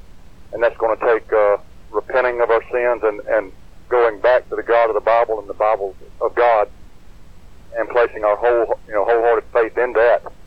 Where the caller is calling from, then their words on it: Louisiana, United States; I'm in northern Louisiana.